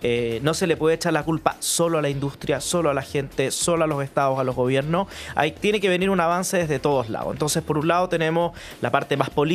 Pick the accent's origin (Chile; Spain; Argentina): Chile